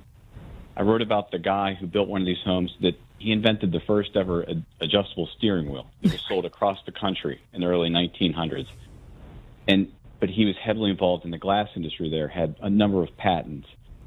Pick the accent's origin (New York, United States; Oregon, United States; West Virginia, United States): West Virginia, United States; Wellsburg; also born or lived in Weirton; No, I've lived in Wellsburg since I was 6. Prior to that, I grew up in Weirton, and I'm kind of the last generation. I'm 46.